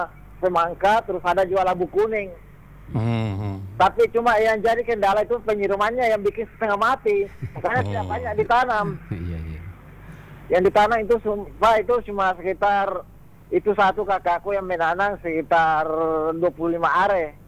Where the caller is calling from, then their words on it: West Sulawesi, Indonesia; Yang pasti dan di Desa Boto, Kecamatan Kabupaten Poli Mandar.